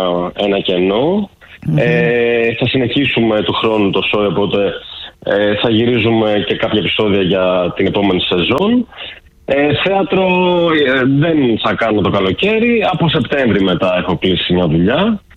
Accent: Agrinio, Western Greece, Greece; Ναι, μην ξεχνάτε ότι είμαι και από Αγρίνιο, οπότε εκεί πέρα φημιζόμαστε για το κρέας.

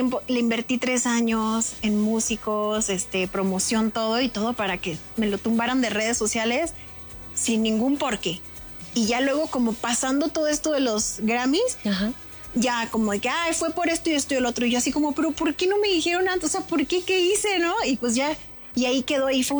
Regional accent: Culiacán, Sinaloa, Mexico; Yo soy de Culiacán.

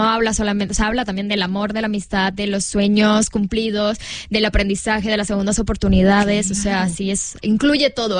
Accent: Cuba; O sea, no, porque soy de Cuba, ya el internet y toda la parte tecnológica también es.

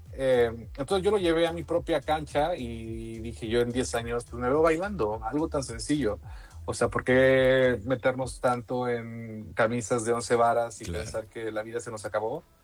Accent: Veracruz, Mexico; Los latidos de infancia, vivir cerca del mar, porque soy de Veracruz

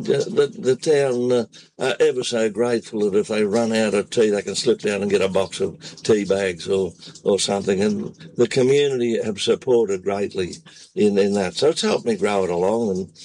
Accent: Capella, Queensland, Australia; I'm Australian. I'm the Ampol man of Capella and of central Queensland

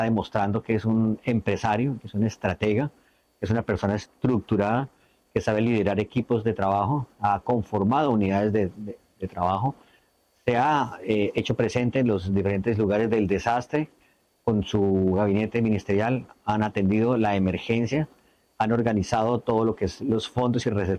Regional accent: Colombia; ha sido muy doloroso ver lo que está pasando en mi país. Sin embargo, los colombianos somos muy resilientes

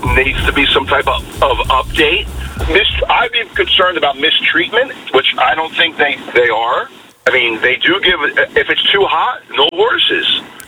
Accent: New Jersey, United States; now in California, United States; I'm from New Jersey, by the way.

